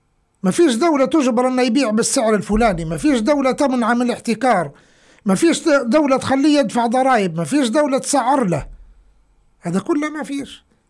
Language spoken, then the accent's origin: Arabic; Libya; هو ليبي واني ليبي، اعطيني زيه.